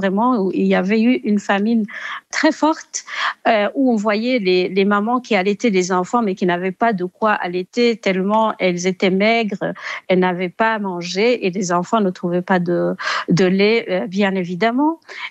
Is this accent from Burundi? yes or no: yes; Mugomera, Burundi; now in Belgium; je suis née à Mugomera dans le sud du Burundi.